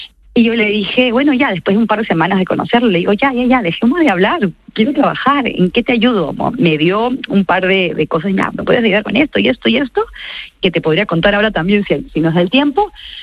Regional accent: Peru; now in Spain; Yo soy peruana. Terminé en España no por casualidad

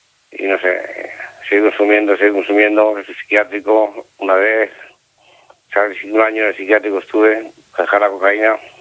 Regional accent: Lleida, Catalonia, Spain; Yo soy de Lleida.

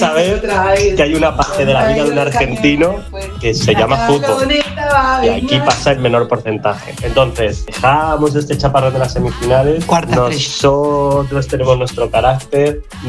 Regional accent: Spain; Que gane yo, no, soy español, español.

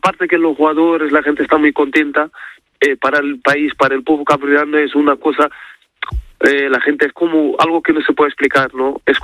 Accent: Portugal; born there; Spanish is a second language; Yo nací en Portugal, pero mi familia toda es de Cabo Verde. Y siempre ha estado ligado con la cultura caboverdiana, tanto con la música, la comida y todo. Entonces, siempre ha estado ligado, por más que naciera en Portugal.

